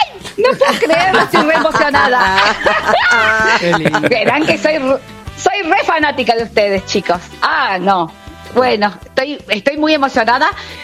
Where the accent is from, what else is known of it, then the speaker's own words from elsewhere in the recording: Río Cuarto, Córdoba, Argentina; moved away as an adult; now in Pilar, Argentina; Nací en Río Cuarto, me crié en Río Cuarto.